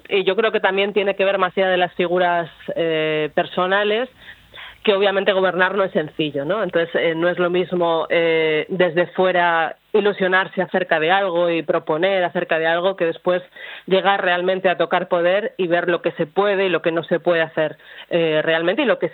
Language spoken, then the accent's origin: Spanish; Castile and León, Spain; also born or lived in Argentina; cosa que ya había pasado en mi comunidad. Hasta desde Castilla y León fue la primera comunidad autónoma donde se produjo ese pacto.